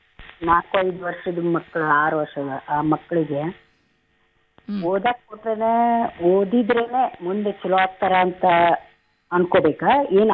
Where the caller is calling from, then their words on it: Hubballi, Karnataka, India; ಹುಬ್ಬಳ್ಳಿಯಿಂದ.